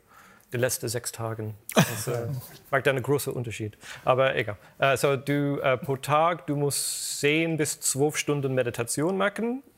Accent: United Kingdom; German is a second language; moved away; Ich bin Brite, ja.

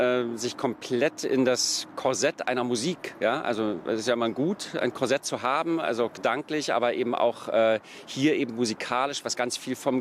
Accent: Berlin, Germany; also born or lived in Luxembourg / Rostock; now in Saarbrücken, Germany; Und ich komme aus Berlin, wo das dann doch oft mal mürrischer zugeht.

